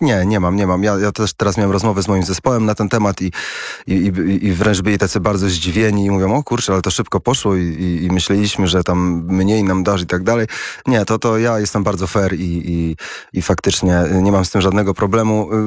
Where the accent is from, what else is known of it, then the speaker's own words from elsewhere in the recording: Poznań, Greater Poland Voivodeship, Poland; moved away; also born or lived in England; ja pochodzę z Poznania